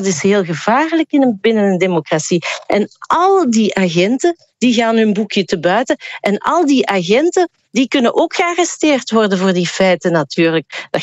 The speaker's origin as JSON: {"language": "Dutch", "region": "Flanders", "country": "Belgium"}